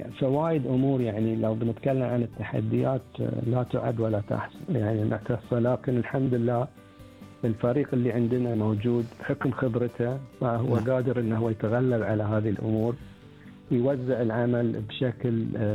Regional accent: Bahrain

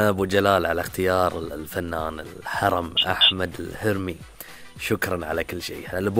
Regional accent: Bahrain; احنا البحرينيين

